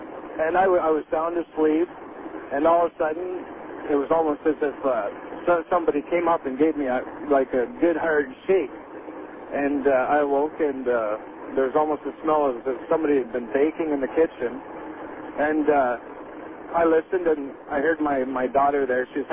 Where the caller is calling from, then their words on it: Kingston, Ontario, Canada; I'm calling you from Kingston, Ontario, Canada.